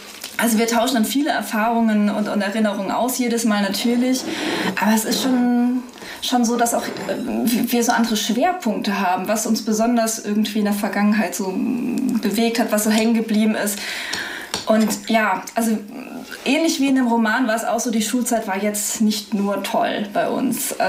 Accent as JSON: {"language": "German", "region": "Southern Germany", "country": "Germany", "lives_now": "Osnabrück, Germany", "said": "Ich komme ja eigentlich aus Süddeutschland, bin ja erst seit 2007 in Osnabrück."}